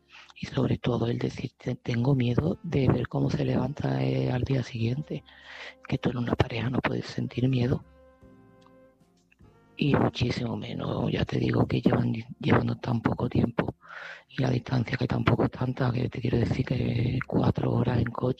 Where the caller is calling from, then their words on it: Seville, Andalusia, Spain; de Sevilla.